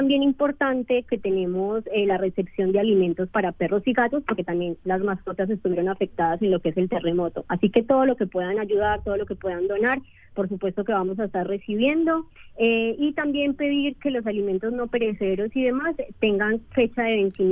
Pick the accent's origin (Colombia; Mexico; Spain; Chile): Colombia; now in Uruguay